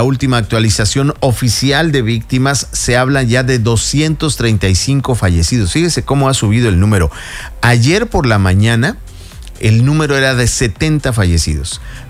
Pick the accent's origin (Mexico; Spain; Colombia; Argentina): Mexico